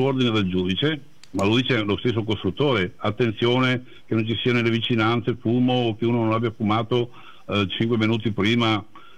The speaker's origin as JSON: {"language": "Italian", "region": "Veneto", "country": "Italy", "said": "siamo veneti"}